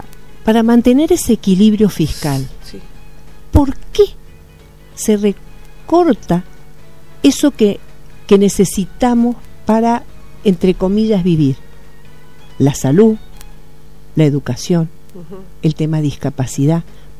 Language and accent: Spanish; Argentina; es pensarnos como argentinos